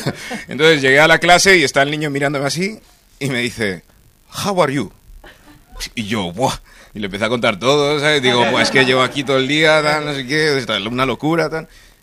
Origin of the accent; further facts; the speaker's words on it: Nigeria; soy de África, lo habéis adivinado bien. Pero soy de Nigeria, más concretamente, ¿vale? Nigeria es un país, ¿vale? Es un país de África, lo prometo.